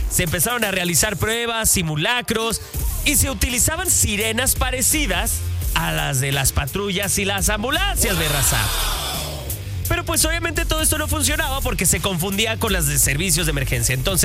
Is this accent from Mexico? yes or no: yes; Mexico; nosotros como mexicanos